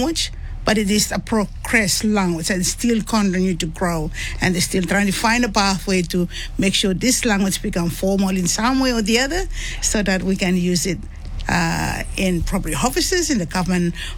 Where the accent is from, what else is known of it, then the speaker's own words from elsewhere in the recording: Mafilau, Vanuatu; And I was born and raised in Vanuatu, in a little village called Mafilau, and the highlands called Hebi.